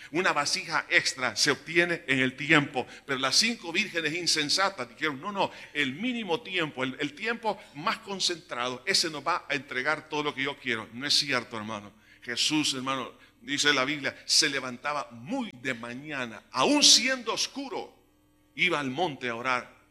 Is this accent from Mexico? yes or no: no; El Salvador; no progresamos, hermanos, como salvadoreños